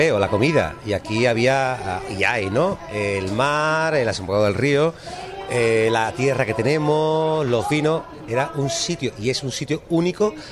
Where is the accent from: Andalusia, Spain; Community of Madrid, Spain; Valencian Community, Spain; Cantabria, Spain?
Andalusia, Spain; Sanlúcar de Barrameda; now in Seville, Spain; me crié con él en Bonanza